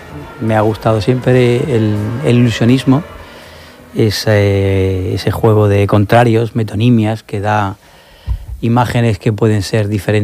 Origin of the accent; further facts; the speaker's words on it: Murcia, Region of Murcia, Spain; Pues en el centro de Murcia. Vivíamos en Juan Carlos I, en Juan 23, la plaza Juan 23, donde ya lindaba con la huerta.